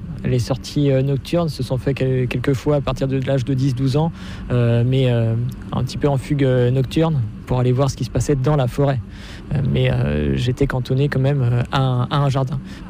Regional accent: Normandy, France; chez moi en Normandie il neige pas

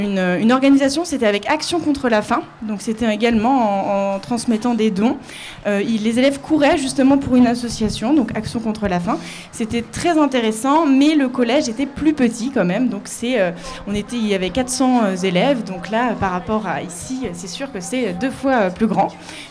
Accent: Angers, Pays de la Loire, France; also born or lived in Paris; now in Laval, France; de base, je suis d'Angers, angevine, et j'ai été mutée sur Paris

